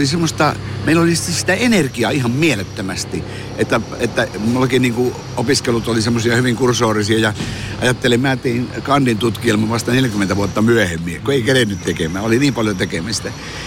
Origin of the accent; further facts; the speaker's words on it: Oulu, North Ostrobothnia, Finland; moved away as an adult; now in Tampere, Finland; minä tulin Oulusta tosiaan, Kiimingistä, kävin koulut Oulussa ja mulla oli bändejä siellä. Ja Oulu oli hyvin aktiivinen kaupunki